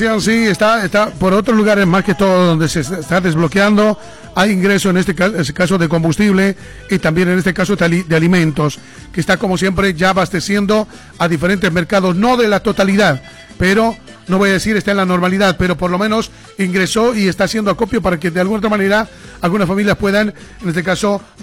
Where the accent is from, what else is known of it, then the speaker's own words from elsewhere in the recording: Bolivia; Todos somos bolivianos